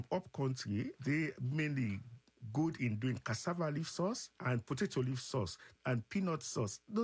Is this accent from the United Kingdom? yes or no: no; Freetown, Western Area, Sierra Leone; I'm from Freetown. Mm-hmm. And Freetown, I guess you know, you may not know, is where slaves were set free. And so basically my ancestors are actually Yorubas from Nigeria.